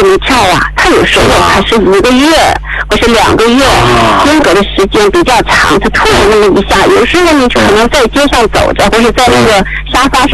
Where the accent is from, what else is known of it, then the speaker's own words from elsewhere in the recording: Yantai, Shandong, China; 我是来自山东烟台的哈。